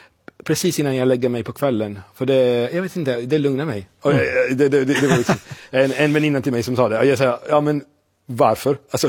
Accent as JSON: {"language": "Swedish", "region": "Sardinia", "country": "Italy", "second_language": "Swedish", "moved": "yes", "lives_now": "Gothenburg, Sweden", "said": "Jag pratar svenska ganska bra, men jag var på semester 10 dagar på Sardinien hemma."}